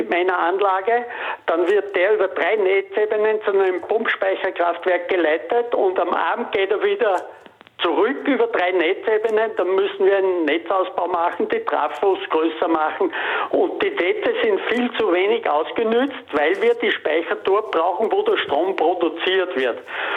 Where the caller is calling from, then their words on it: Bad Leonfelden, Upper Austria, Austria; ich bin aus Bad Leonfelden